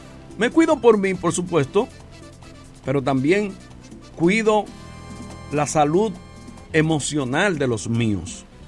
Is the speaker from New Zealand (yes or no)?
no; Dominican Republic; now in New York, United States; lo que somos nosotros los dominicanos, una mezcla